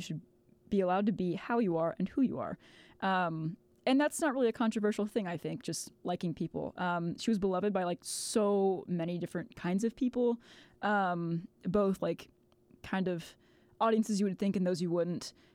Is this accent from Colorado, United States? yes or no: no; Texas, United States; especially growing up in Texas